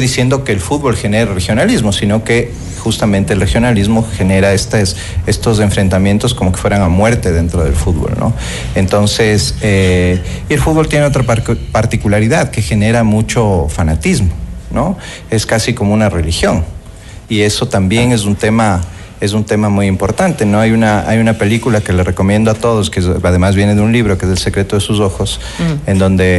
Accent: Ecuador; Cuando juega la selección, todos somos de Ecuador

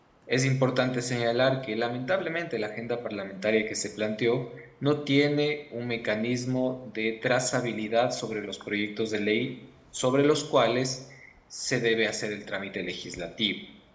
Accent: Ecuador

